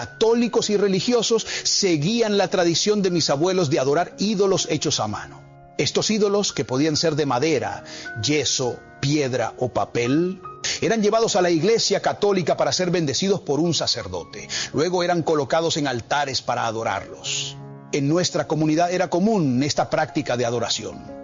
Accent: San Luis Potosí, Mexico; soy originario de San Luis Potosí, en México, específicamente a 17 kilómetros de la ciudad de Matehuala, donde nací.

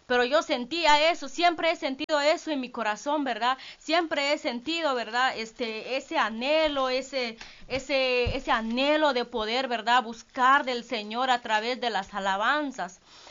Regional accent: Baja Verapaz, Guatemala; en la iglesia del Nazareno, de allá, ¿verdad?, donde nací, allá por Baja Verapaz. Entonces, hermanos, pero ahí en ese tiempo yo crecí

